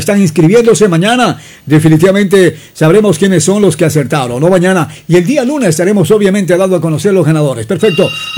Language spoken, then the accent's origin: Spanish; Ecuador; Yo creo que gana Ecuador definitivamente como ecuatoriano, ¿no?